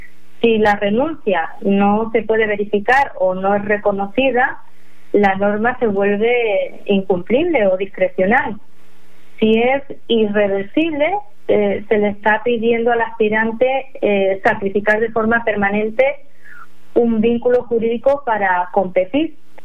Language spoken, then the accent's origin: Spanish; Spain; now in Mexico; yo soy española de origen